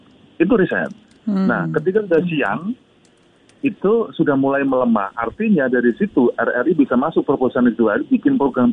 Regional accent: Yogyakarta, Special Region of Yogyakarta, Indonesia; karena saya dari Jogja ya

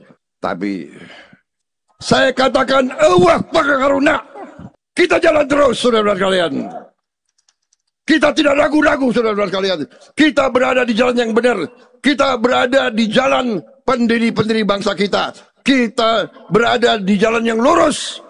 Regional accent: Jakarta, Indonesia; born there; Bajingan bahasa apa itu? Bajingan. Bahasa Betawi. Memang saya lahir di Betawi. Jadi maaf kalau saya semangat, saya kata-kata Betawi keluar.

